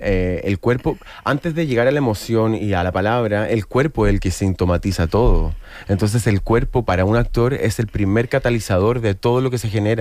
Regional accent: Chile; bueno, yo soy chileno y mi carrera se empezó a forjar en Argentina.

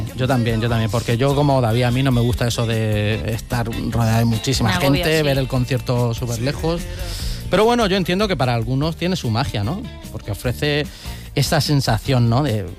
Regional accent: Orihuela, Valencian Community, Spain; a mi pueblo, a Orihuela

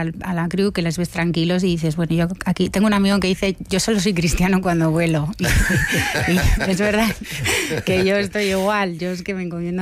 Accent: Bilbao, Basque Country, Spain

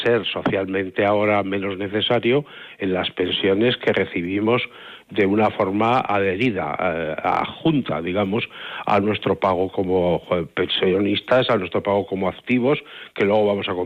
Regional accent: Burgos, Castile and León, Spain

